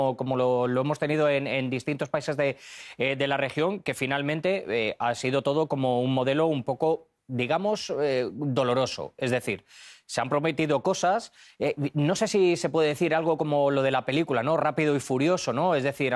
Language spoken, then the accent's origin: Spanish; Spain; que yo soy español, o sea que...